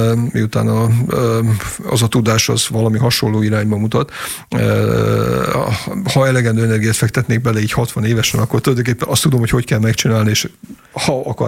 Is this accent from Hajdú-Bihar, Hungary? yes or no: no; Zala, Hungary; nekem nincs zalai akcentusom, bár zalai vagyok